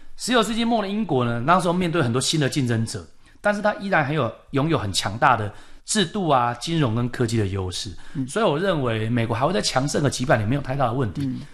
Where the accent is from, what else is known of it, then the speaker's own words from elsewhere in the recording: Taiwan; 我们台湾人比较熟悉这一块啊